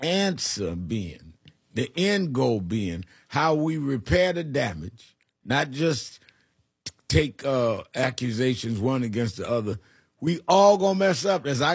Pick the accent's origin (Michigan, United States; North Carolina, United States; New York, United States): New York, United States; Hollis; also born or lived in Brooklyn; when I was born in Brooklyn, my parents owned the house we first lived in. It was a four-family house. Moved to Hollis, Queens, big house.